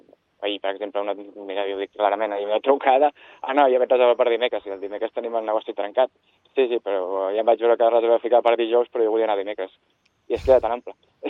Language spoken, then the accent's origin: Catalan; Sitges, Catalonia, Spain; molt content d'aquesta proposta que marxant del meu poble de Sitges i anant a Ribes.